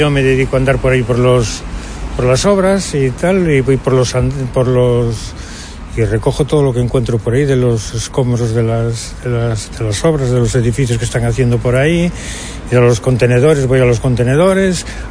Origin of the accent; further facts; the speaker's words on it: Santiago de Compostela, Galicia, Spain; Y nací en la Puente Pedriña, pero bueno, que soy de Santiago de toda la vida.